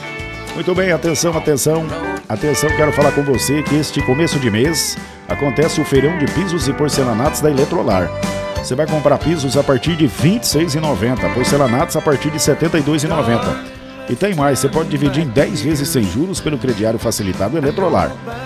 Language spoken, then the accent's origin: Portuguese; Brazil